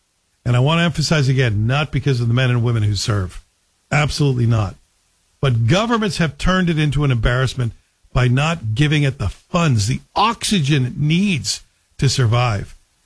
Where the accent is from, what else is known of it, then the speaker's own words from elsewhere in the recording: Canada; I'm a little embarrassed as a Canadian